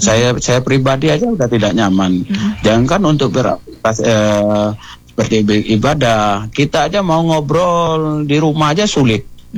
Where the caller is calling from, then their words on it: Indonesia; daerah kami, khususnya daerah kami ini Teluk Langkap